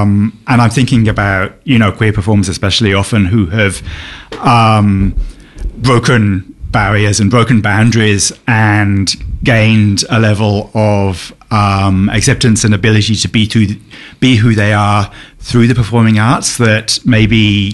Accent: United Kingdom; moved away as an adult; now in Australia; I was from the UK, came out to Australia about 25 years ago.

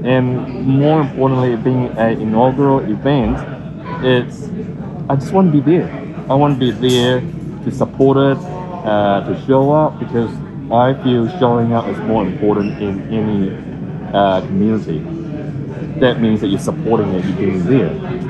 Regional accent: Christchurch, Canterbury, New Zealand; No, I'm not from Auckland. I'm from Ōtautahi, Christchurch.

